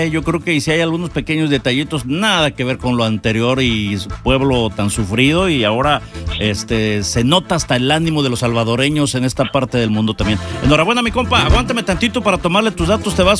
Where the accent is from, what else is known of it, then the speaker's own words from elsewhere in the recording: Mexico; me atrevo a decirte que me da tranquilidad siendo mexicano